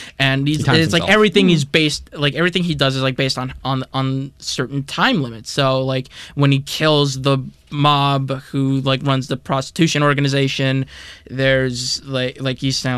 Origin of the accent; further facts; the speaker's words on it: New York, United States; I'm from New York, so there were no like homeless men on the subways